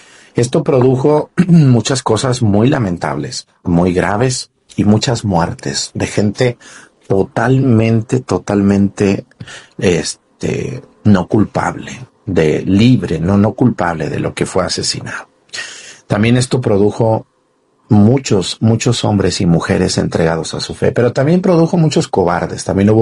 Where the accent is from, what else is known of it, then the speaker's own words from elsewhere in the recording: Mexticacán, Jalisco, Mexico; lo llevaron a Mesticacán, a mi pueblo.